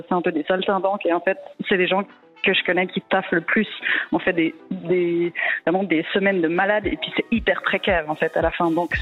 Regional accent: La Chaux-de-Fonds, Neuchâtel, Switzerland; Bah, moi je viens de la Chaux-de-Fonds, donc je pense à Hummus Records

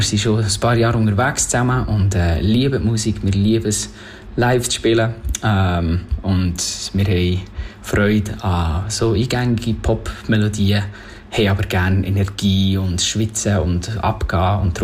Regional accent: Rome, Lazio, Italy; Mit ihm zusammen geben wir den Namen von den … Wir sind in Rom aufgewachsen

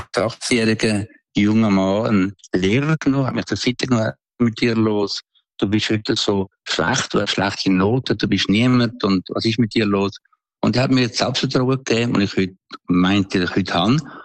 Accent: Aeugst am Albis, Zurich, Switzerland; moved away as an adult; now in Tuscany, Italy; Ich bin aufgewachsen in Eugstam Albis, in ärmlichen Verhältnissen. Wir haben einen Bauernhof gehabt

